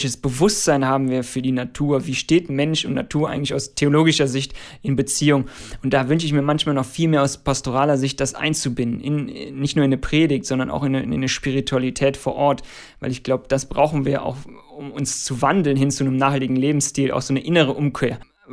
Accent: North Rhine-Westphalia, Germany; als ich nach dem Studium zurück in meine Heimat gezogen bin. Und dann habe ich 2 S-Bahn-Haltestellen vom Hambacher Forst entfernt gewohnt

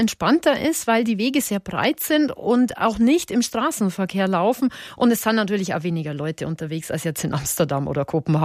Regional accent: Bavaria, Germany; für mich als Bayerin

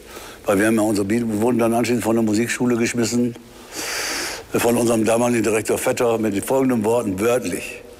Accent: Münster, North Rhine-Westphalia, Germany; wir kommen aus Münster

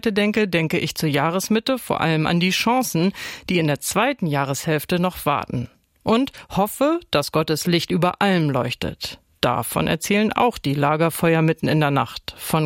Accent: Northern Germany, Germany; Mir als Norddeutsche ist das zwar fremd

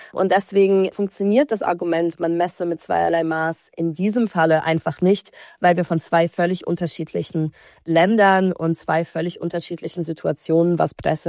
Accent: Belarus; moved away; ich komme aus Belarus. Ich bin lange Zeit mit russischen Medien aufgewachsen

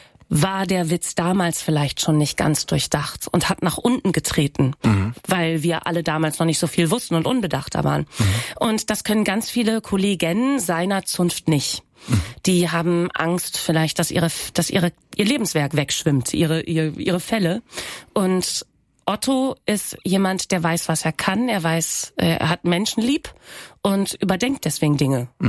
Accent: Großefehn, Lower Saxony, Germany; also born or lived in Aurich; now in Hamburg, Germany; Ich komme aus Spetzerfeen. Spetzerfeen ist ein Ortsgemeindeteil von Großefeen. Und Großefeen ist laut Gemeindereform von irgendwann in den 90er Jahren, gehört es zum Auricher Wiesmoor 2. Also ich komme wirklich Dorf vom Dorf vom Dorf. Wir kommen direkt vom Kanal.

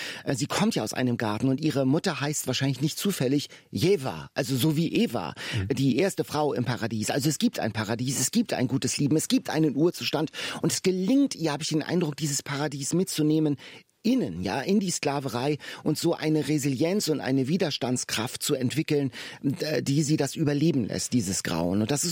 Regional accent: Northern Germany, Germany; Ich komme ja auch als Norddeutsche und kenne diese Apfelplantagen.

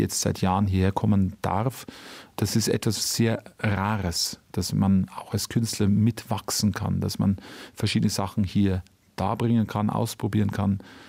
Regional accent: Bavaria, Germany; moved away

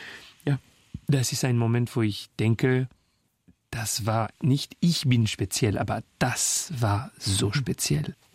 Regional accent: Paris, Île-de-France, France; born there; German is a second language; Weil ich singe ein paar Kilometer von wo ich geboren bin, in Clinique des Lilas, bei einem 20. Arrondissement.

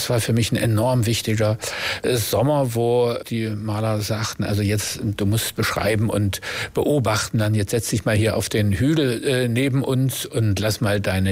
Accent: East Germany, Germany; froh, wenn man uns Ostdeutsche als deutsche Autoren wahrnehmen würde.

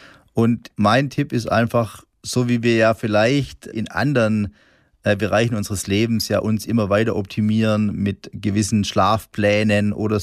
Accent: Swabia, Germany; ich als Unternehmer, als Gastronom und natürlich dann auch vor allem noch als Schwabe

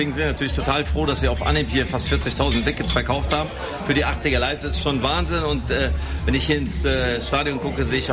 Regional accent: North Rhine-Westphalia, Germany; Also tatsächlich komme ich aus der Nähe von Köln

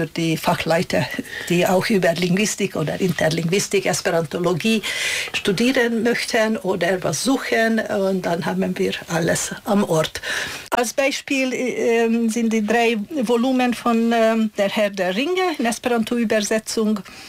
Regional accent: Hungary; moved away as an adult; now in Herzberg am Harz, Germany; Ich stamme aus Ungarn. Seit 2003 bin ich hier in Herzberg

